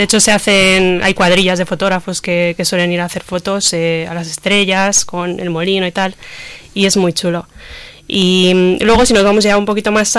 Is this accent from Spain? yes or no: no; Central Romania, Romania; yo vengo de Rumanía, vengo del centro de Rumanía, que es una zona montañosa y muy verde